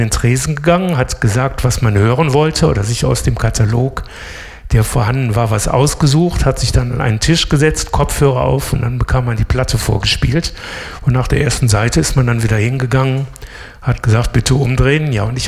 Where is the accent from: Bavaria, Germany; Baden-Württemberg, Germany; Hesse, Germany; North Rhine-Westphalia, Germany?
North Rhine-Westphalia, Germany; Remscheid; ich bin in Remscheid groß geworden